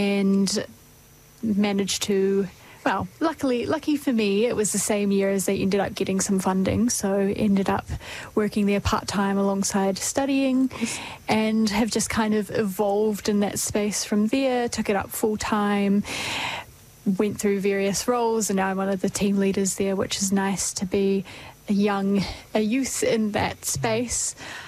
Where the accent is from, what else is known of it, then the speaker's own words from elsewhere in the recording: Dunedin, Otago, New Zealand; I am 24 and grew up in Dunedin, born and raised down the peninsula by the water. Went to school in Dunedin